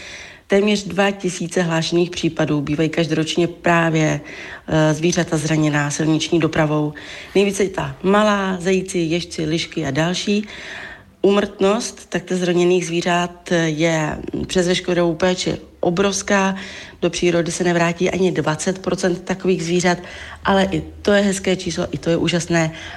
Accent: Vysočina Region, Czechia; jsme z Vysočiny

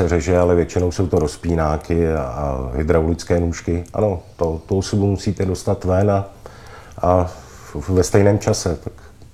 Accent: Prague, Czechia; jsem z Bohnic, což taky není úplně jednoduchý být z Bohnic

